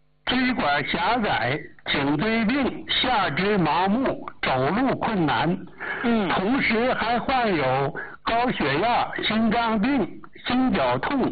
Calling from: Changchun, Jilin, China; 我来自吉林长春的，

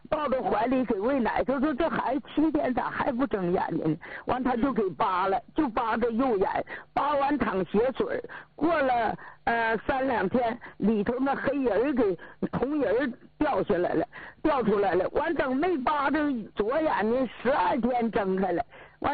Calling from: Changchun, Jilin, China; 我今年83，我家是长春的。

